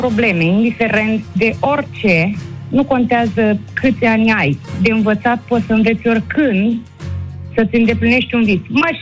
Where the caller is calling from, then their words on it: Pitești, Argeș, Romania; Din Pitești, dragilor.